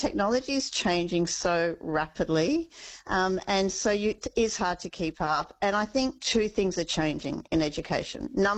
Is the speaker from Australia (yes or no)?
yes; Queensland, Australia; I'm a Queenslander